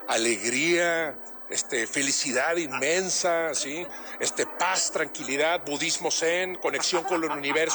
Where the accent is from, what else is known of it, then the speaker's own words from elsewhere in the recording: Monterrey, Nuevo León, Mexico; Soy de Monterrey, bueno, joder.